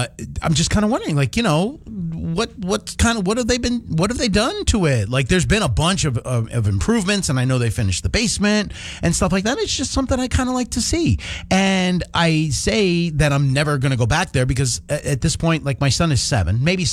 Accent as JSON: {"language": "English", "region": "New York", "country": "United States", "tie": "born or raised there", "moved": "yes", "said": "am thinking about stopping by my old childhood home when I go back to New York."}